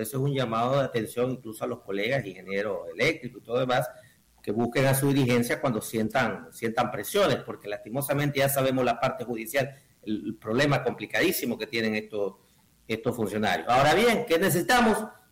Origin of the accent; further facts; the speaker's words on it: Ecuador; O sea, somos ecuatorianos, pero sabemos las deficiencias que tiene el sector público.